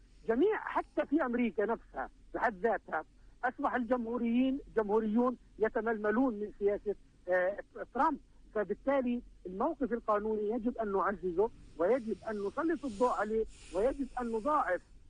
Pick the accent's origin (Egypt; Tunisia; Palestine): Palestine; إحنا الآن عاجزين كفلسطينيين